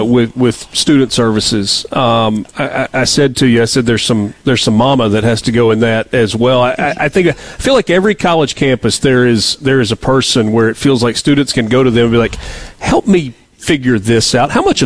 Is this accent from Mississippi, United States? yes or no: yes; Oxford, Mississippi, United States; I went to Ole Miss. I grew up in Oxford